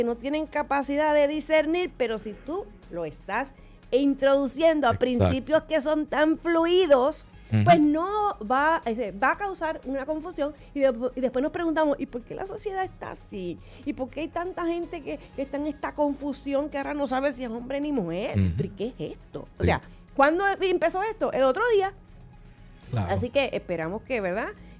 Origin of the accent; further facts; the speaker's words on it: Puerto Rico; born there; yo nací en Puerto Rico